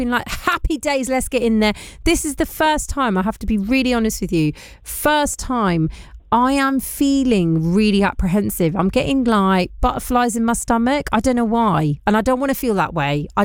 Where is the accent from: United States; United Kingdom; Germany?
United Kingdom; England; my home country of England